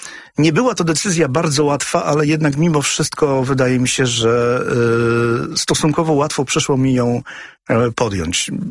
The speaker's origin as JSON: {"language": "Polish", "town": "Katowice", "region": "Silesian Voivodeship", "country": "Poland", "tie": "born or raised there", "also_born_or_lived": "Zagłębie Dąbrowskie", "moved": "as an adult", "lives_now": "Warsaw, Poland", "said": "w Katowicach od momentu, kiedy rozpoczynałem naukę w szkole podstawowej. Od 6 roku życia mieszkałem w Katowicach, dlatego całe moje świadome życie tak naprawdę Katowice, ale z pochodzenia nie jestem Ślązakiem, pochodzę z Zagłębia"}